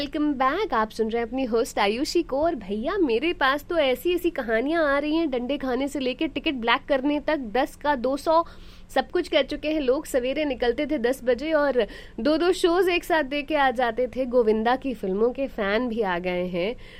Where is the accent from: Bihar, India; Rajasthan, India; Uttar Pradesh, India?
Bihar, India; Patna; मुझे पता है हम जिस शहर से आते हैं वहाँ पर बड़ा ही फेमस एक थिएटर होता था, अशोक सिनेमा नाम होता था. बिहार की बात कर रही हूँ, पटना की